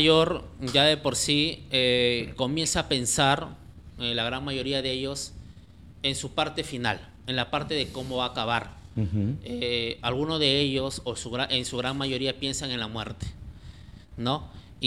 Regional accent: Chimbote, Ancash, Peru; moved away; yo soy de Chimbote

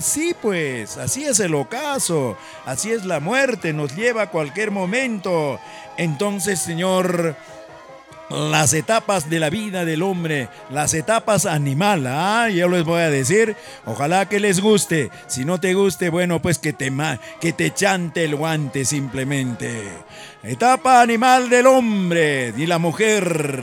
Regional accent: Peru; moved away; Cuando yo estudiaba en mi tierra de Collahuasi primaria, en esos tiempos de la década del 60

